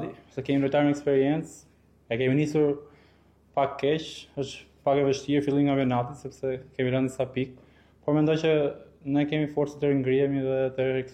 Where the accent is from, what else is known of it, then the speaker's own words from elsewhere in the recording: Elbasan, Elbasan County, Albania; un jam nga Elbasani. Jam lindur dhe rritur dhe kam dalë të Akademia Elbasanit.